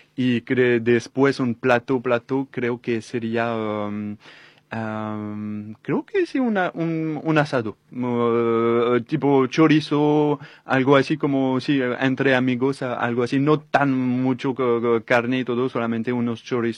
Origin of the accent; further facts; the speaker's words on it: Paris, Île-de-France, France; Spanish is a second language; moved away as an adult; now in Asunción, Paraguay; yo soy de, siempre viviendo en París, yo puedo decir soy un titi parisien, es tipo un poco el apodo de los que siempre vivieron en París. Y yo tengo 28 años